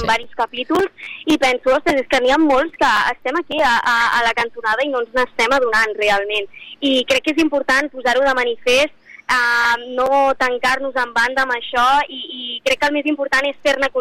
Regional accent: Vilanova i la Geltrú, Catalonia, Spain; jo estic molt contenta de venir a Sitges, perquè jo soc de Vilanova i la Geltrú.

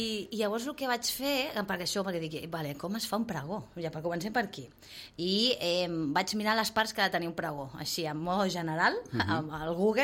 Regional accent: Sitges, Catalonia, Spain; De, vale, sí, em coneixeu i tal, soc de Sitges, tal

